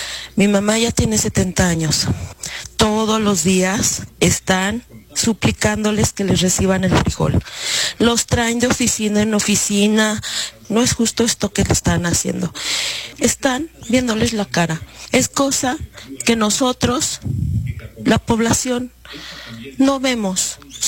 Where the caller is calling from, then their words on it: Zacatecas, Mexico; yo soy de Zacatecas. Mi mamá es una productora del estado de Zacatecas.